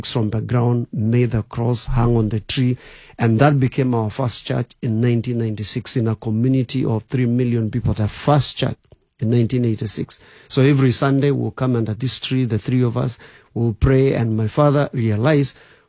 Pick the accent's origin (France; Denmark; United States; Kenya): Kenya; So I was born in Kenya, and I was born and raised in Kenya, and actually I'm born in a family of seers or witch doctors.